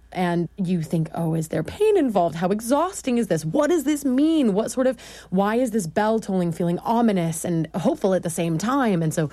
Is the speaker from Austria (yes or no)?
yes; Salzburg, Austria; English is a second language; I am half Austrian and I come from Salzburg